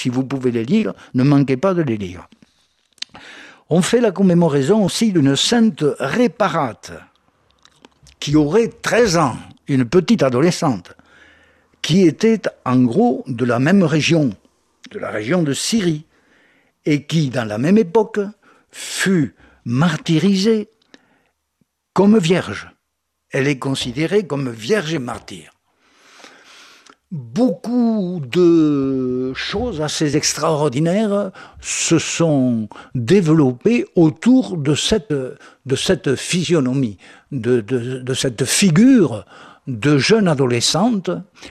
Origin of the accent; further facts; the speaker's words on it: France; À Rouen, chez nous, en France